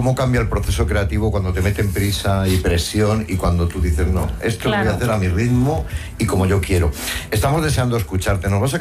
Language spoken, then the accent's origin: Spanish; Spain; Yo soy un español de alma portuguesa.